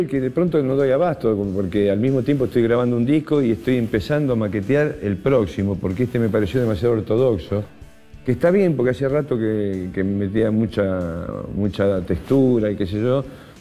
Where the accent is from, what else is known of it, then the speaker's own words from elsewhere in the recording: Argentina; Como representante argentino, claro.